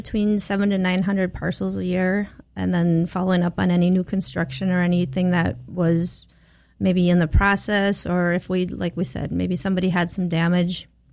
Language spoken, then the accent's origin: English; Brandon, Minnesota, United States; I'm from Brandon.